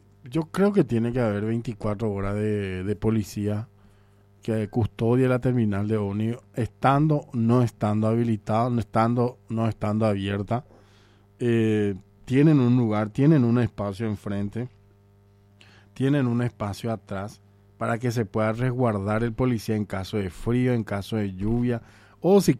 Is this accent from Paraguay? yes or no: yes; Paraguay